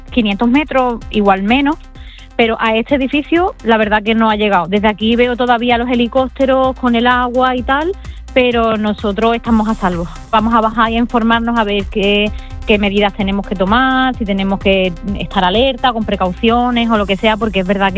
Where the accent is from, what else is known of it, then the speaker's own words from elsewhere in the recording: Ceuta, Spain; Nosotras somos de Ceuta, entonces nosotros no tenemos familia aquí ni nada